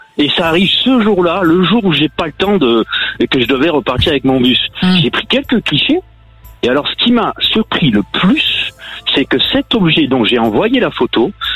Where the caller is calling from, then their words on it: Anglet, Nouvelle-Aquitaine, France; Moi je suis de Angleterre.